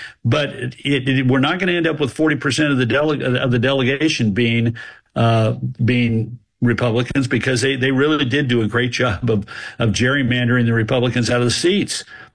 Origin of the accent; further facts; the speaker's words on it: Texas, United States; I'm a Texas man. By God, I'm for anything from Texas.